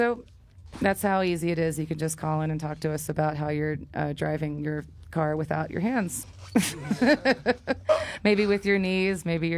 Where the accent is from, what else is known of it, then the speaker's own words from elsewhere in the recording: East Coast, United States; now in Los Angeles, United States; I'm not from LA. I'm from the East Coast.